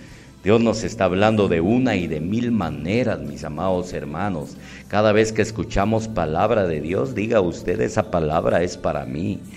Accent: Guatemala; estamos viviendo tranquilamente en nuestro país Guatemala.

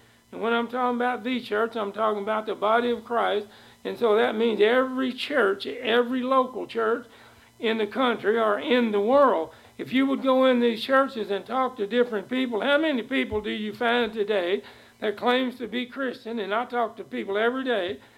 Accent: Kentucky, United States; I grew up down in Kentucky and in a dry county

